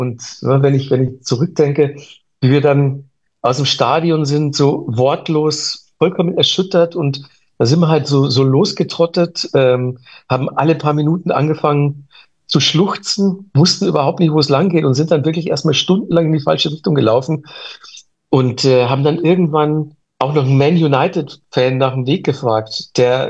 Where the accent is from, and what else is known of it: Manching, Bavaria, Germany; born or raised there